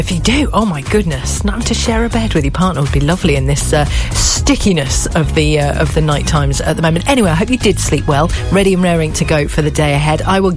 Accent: United Kingdom; obviously being British

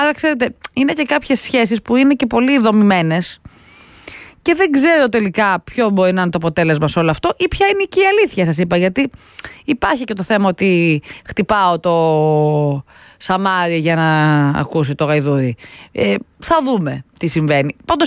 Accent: Pyrgos, Western Greece, Greece; moved away; δεν έχω πάει στον πύργο, το χωριουδάκι μου, το όμορφο.

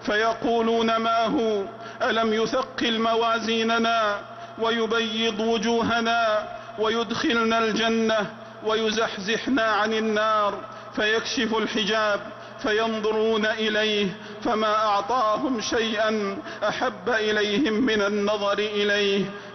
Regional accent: Saudi Arabia; واحفظ بلادنا المملكة العربية السعودية وسائر بلاد المسلمين

